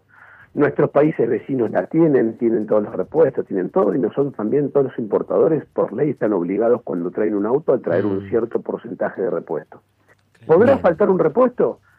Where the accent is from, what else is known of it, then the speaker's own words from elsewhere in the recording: Argentina; Somos argentinos